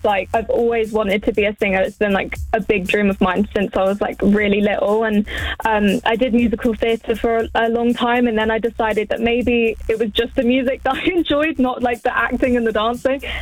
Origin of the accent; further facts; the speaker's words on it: Leighton Buzzard, East of England, United Kingdom; moved away as an adult; So I grew up in Leighton Buzzard, but then when I was 18, I decided to go to like a music school in Shoreditch and started kind of like doing music there. But yeah, I'm from Leighton.